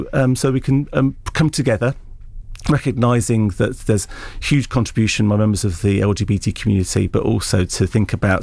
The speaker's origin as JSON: {"language": "English", "town": "Daventry", "region": "East Midlands", "country": "United Kingdom", "tie": "born or raised there", "also_born_or_lived": "Northampton", "said": "So Northampton is my hometown, and Daventry was the town where I was brought up."}